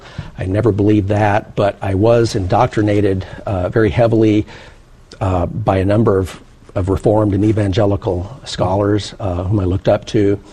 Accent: Houston, Texas, United States; but I grew up in Houston, Texas, by the way, and that's where I was living at the time.

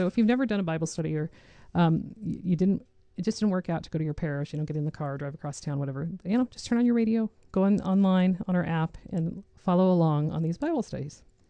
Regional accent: Jerome, Idaho, United States; I grew up in Jerome.

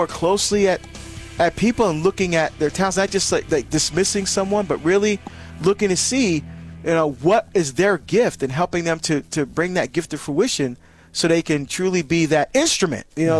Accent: New Jersey, United States; born there; moved away; as we say, like down the shore, again, back in my home state.

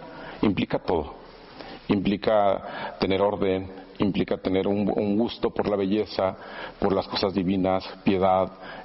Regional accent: Mexico; now in Spain; Suponen que porque somos mexicanos la ponemos.

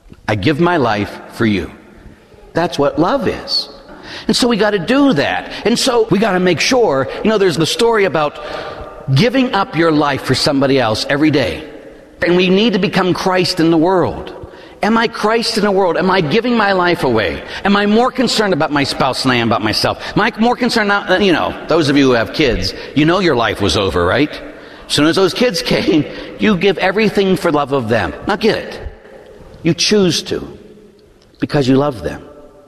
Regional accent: Pittsburgh, Pennsylvania, United States; You know, growing up in Pittsburgh, both my parents were cops

